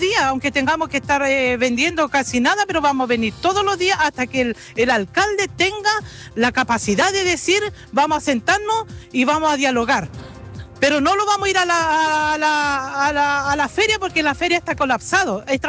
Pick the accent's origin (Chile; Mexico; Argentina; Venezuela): Chile; Araucanía; Nosotros somos de aquí, de la Araucanía, de nuestra tierra acá.